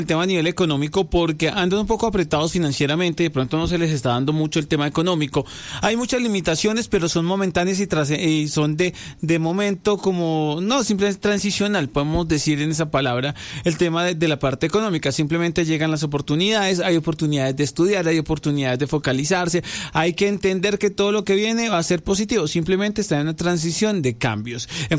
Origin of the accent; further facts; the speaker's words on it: Basque Country, Spain; Una vez que me gusta elaborar, yo soy un vasco, una hormiguita.